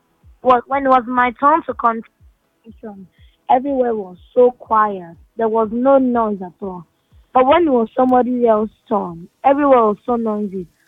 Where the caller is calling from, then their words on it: Abuja, Federal Capital Territory, Nigeria; I'm from Abuja.